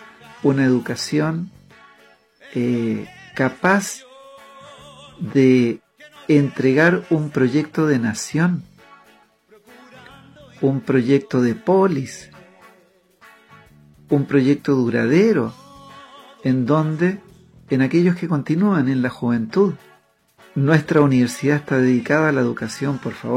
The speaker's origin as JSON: {"language": "Spanish", "country": "Chile", "moved": "yes", "said": "en mi país de origen, en Chile"}